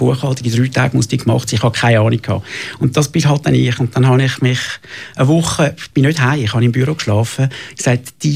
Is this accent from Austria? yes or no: no; Zurich, Switzerland